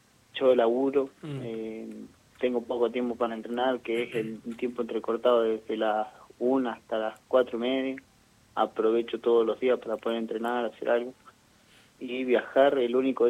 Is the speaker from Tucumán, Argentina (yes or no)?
no; Chos Malal, Neuquén, Argentina; acá en mi pueblo no tengo que viajar, estoy con mi familia